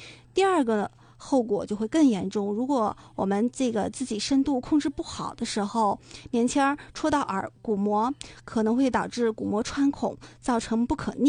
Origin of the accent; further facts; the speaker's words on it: Dalian, Liaoning, China; 离岸流呢就是我们大连人说的那个溜子。